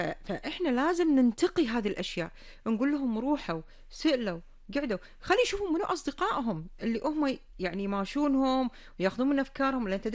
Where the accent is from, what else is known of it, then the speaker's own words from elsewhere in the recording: Kuwait; الله يحفظ ديرتنا وحكامنا وشعب الكويت كله